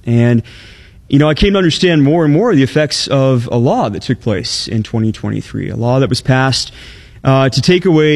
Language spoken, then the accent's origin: English; Muscatine, Iowa, United States; I am a seventh-generation Iowan. I'm from Muscatine, and I grew up in a community that was really focused on looking after each other.